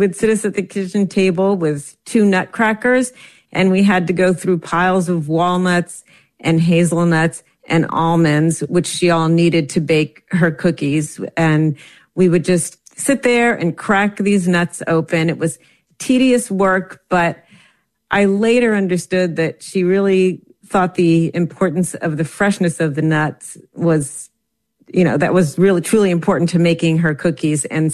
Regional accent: New Jersey, United States; when you're a young child growing up in New Jersey, which is where I grew up

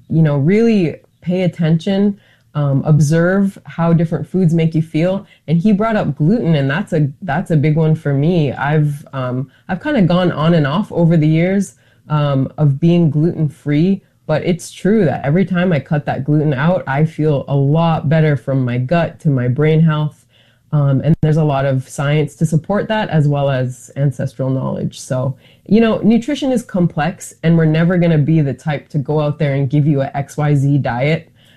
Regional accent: Northern Plains, United States; So for example, I'm from the Northern Plains.

